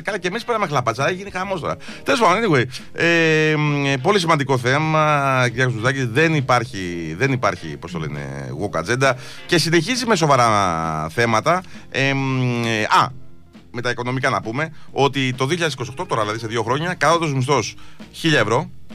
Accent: Greece

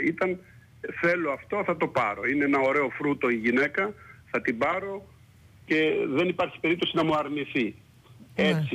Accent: Patras, Western Greece, Greece; born there; εγώ δεν έκατσα πολύ στο χωριό μου. Εγώ στο χωριό δεν έκατσα. Εγώ πολύ νέος πήγα, πολύ, δηλαδή στα 10 χρονών πήγα στην Πάτρα.

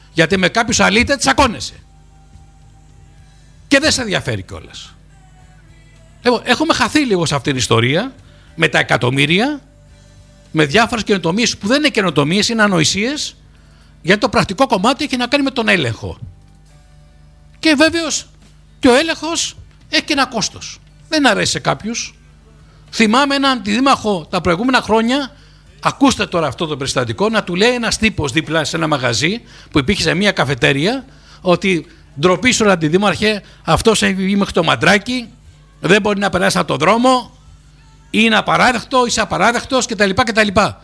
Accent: Rhodes, South Aegean, Greece; Και το λέω γιατί εγώ γεννήθηκα στην Μεσσονική πόλη, μεγάλωσα στη Μεσσονική πόλη.

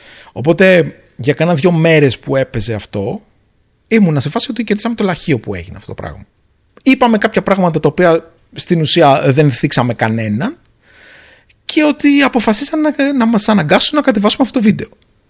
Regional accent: Greece; now in Singapore; εγώ είμαι ένας Έλληνας ο οποίος ζει στη Σιγκαπούρη, λειτουργώ από εκεί.

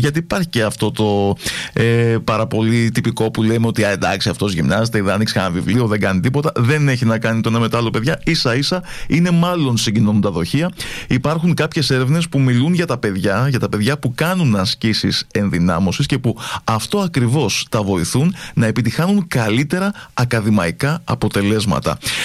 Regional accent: Greece; Κάτι που εμείς σαν Έλληνες νομίζω ότι δεν το πολύ θέλουμε.

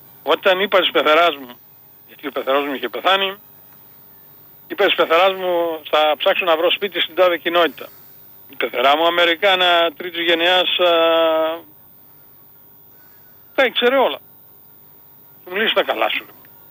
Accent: Macedonia, Greece; οι Αθηναίοι μιλάνε για Δήμο, οι Μακεδόνες μιλάνε για κοινότητα. Εγώ είμαι Μακεδόνας.

